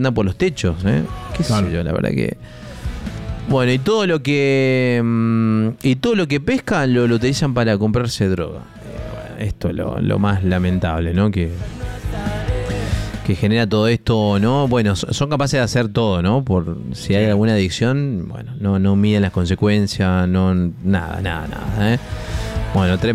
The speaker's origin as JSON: {"language": "Spanish", "town": "Guaymallén", "region": "Mendoza", "country": "Argentina", "tie": "born there", "said": "Yo soy de San José, siempre nací en San José"}